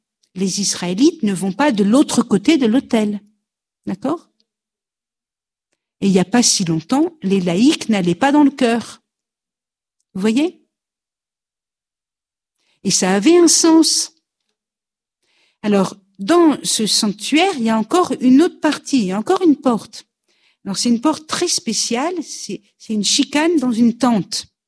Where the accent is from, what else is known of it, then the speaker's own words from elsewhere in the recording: France; chez nous en France